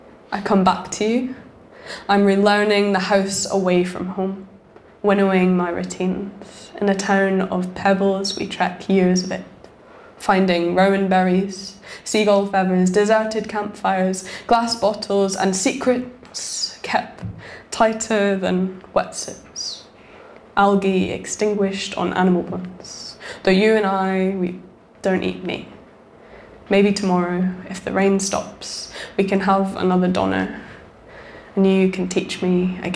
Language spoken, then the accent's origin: English; Scotland, United Kingdom; I grew up in Scotland. And sometimes I really miss going back